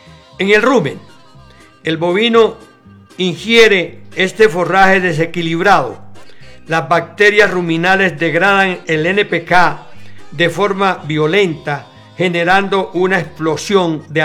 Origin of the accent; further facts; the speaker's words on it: Cesar, Colombia; me refiero al Cesar porque es mi tierra y yo viví en carne propia lo que es el impacto de los químicos.